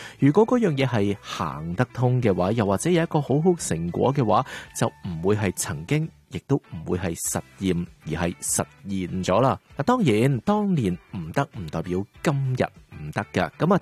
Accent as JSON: {"language": "Chinese", "country": "China", "said": "我们中国人有一个传统智慧，创业难守业更难。"}